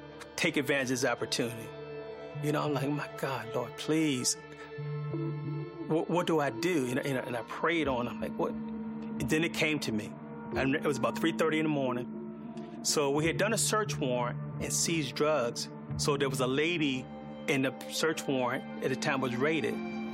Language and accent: English; Baltimore, Maryland, United States; Growing up in Baltimore